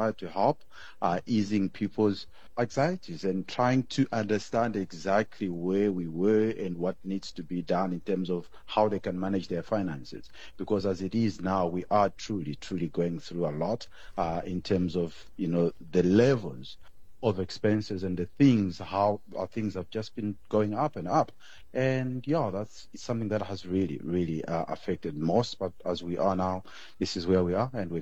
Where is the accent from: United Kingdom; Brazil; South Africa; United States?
South Africa; we are South African consumers